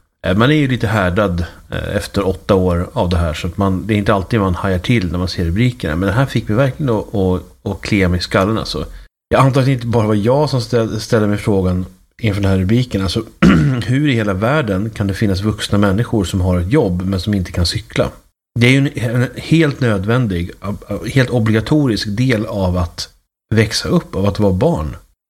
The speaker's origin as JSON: {"language": "Swedish", "town": "Uppsala", "region": "Uppsala County", "country": "Sweden"}